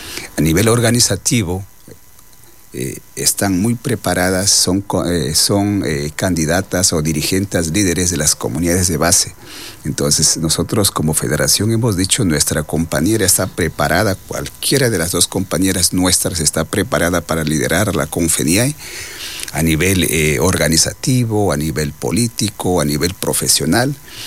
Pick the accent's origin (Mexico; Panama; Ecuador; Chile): Ecuador; northern Amazon; nosotros como Sucumbíos y Orellanas somos nacionalidades del norte